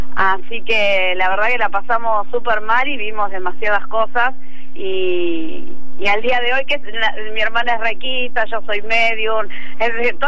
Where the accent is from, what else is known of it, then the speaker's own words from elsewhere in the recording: Mar del Plata, Buenos Aires Province, Argentina; Yo estoy hablando de Mar del Plata, soy de Mar del Plata.